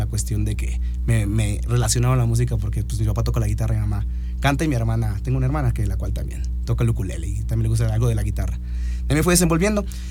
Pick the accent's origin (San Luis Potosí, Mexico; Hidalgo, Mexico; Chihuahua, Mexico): San Luis Potosí, Mexico; mostrando que somos músicos potosinos.